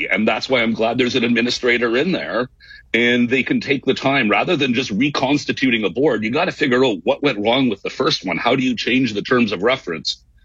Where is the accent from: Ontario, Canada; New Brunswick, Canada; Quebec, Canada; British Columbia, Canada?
Ontario, Canada; Sudbury; Laurentian University went bankrupt, my hometown.